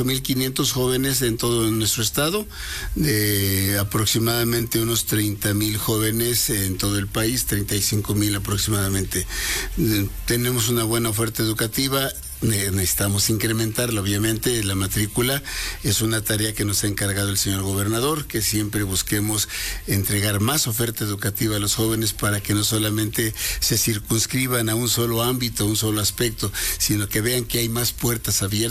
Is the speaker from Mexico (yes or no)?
yes; Mexico; Como mexicanos que somos, a veces los padres de familia esperan hasta julio, agosto para ir a inscribir a sus hijos